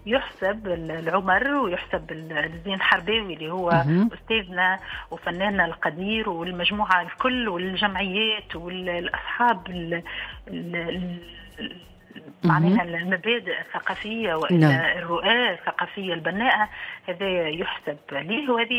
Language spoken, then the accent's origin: Arabic; Tunisia